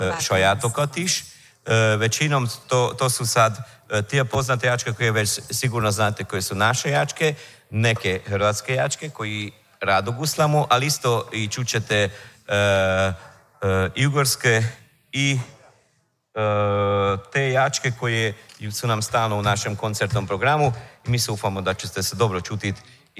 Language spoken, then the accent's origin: Croatian; Szentpéterfa, Vas, Hungary; I da, mi smo iz Petrovoga sela, z Ugarske strane